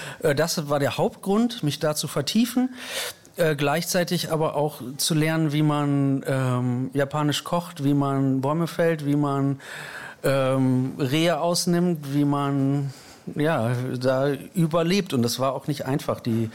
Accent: Osnabrück, Lower Saxony, Germany; moved away; Ich komme aus Osnabrück

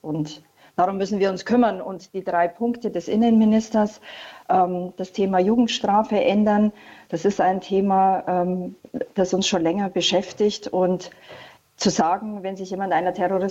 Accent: Bavaria, Germany; ich komme aus Bayern

